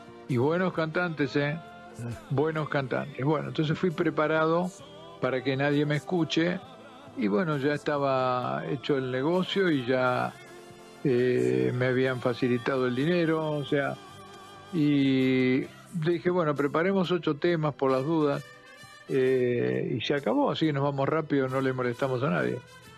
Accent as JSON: {"language": "Spanish", "country": "Argentina", "said": "yo, como buen argentino desconfiado, canté un tema"}